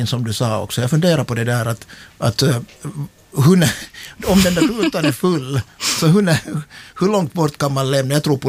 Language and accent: Swedish; Vaasa, Ostrobothnia, Finland; moved away as an adult; now in Turku, Finland; För jag var upp till Vasa, min hemstad.